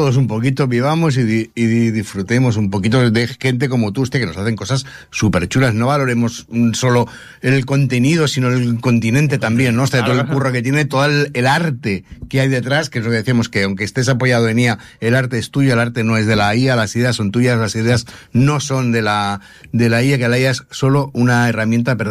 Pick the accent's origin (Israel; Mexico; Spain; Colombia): Spain; Ripollet, Catalonia; Yo tardé en darme cuenta que era de Ripollet.